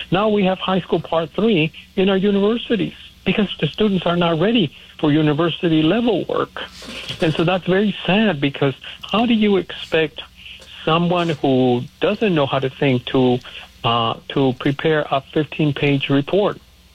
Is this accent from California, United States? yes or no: yes; Hawthorne, California, United States; I grew up in the South Bay. I grew up in Hawthorne.